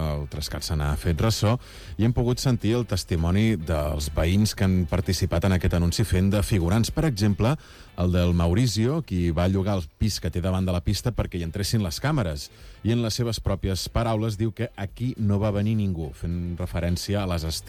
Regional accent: Reus, Catalonia, Spain; Jo és que soc de Reus i el vermut el duc a la sang.

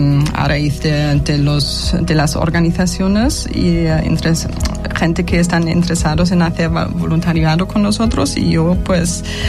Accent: Germany; Spanish is a second language; moved away as an adult; now in Catalonia, Spain; soy alemana, pero vivo en España, en Cataluña, desde 2013. Y con mi marido, que es español, por eso estoy aquí.

